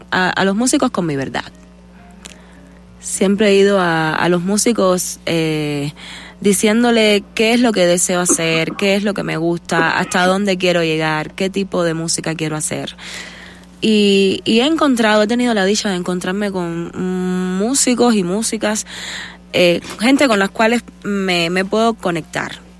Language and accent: Spanish; Güines, Mayabeque, Cuba; Yo soy de Guinness, de un pueblo en Cuba que se llama Guinness, que está ahora actualmente en la provincia de Mayabeque.